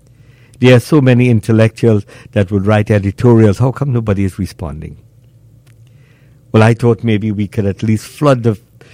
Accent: Trinidad & Tobago; I say all of this to say that we as East Indian cannot stand up because what, are we afraid, or we just peaceful people, or we'd be ridiculed and attacked if we did?

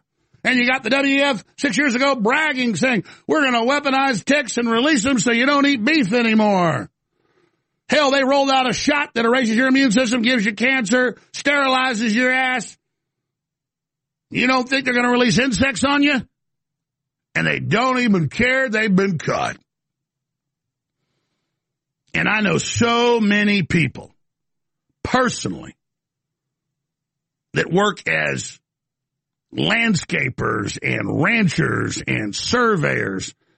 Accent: Texas, United States; I grew up outside Dallas

